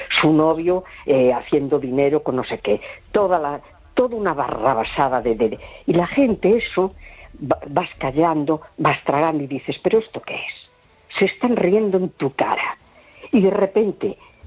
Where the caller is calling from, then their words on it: A Coruña, Galicia, Spain; de La Coruña.